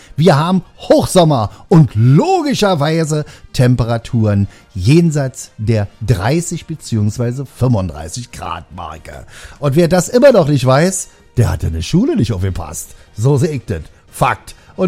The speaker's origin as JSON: {"language": "German", "region": "East Germany", "country": "Germany", "said": "Ich bin Ossi"}